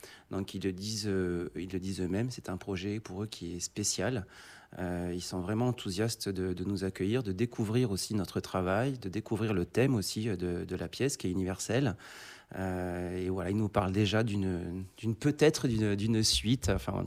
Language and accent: French; New Caledonia